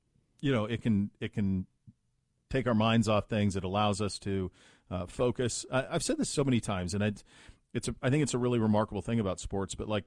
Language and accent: English; Choteau, Montana, United States; he has a place really near where I grew up in Choteau, Montana.